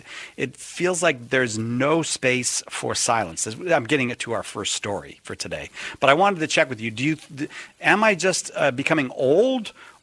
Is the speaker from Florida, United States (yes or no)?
no; Boston, Massachusetts, United States; See, I'm from Boston. Wicked means something different to us.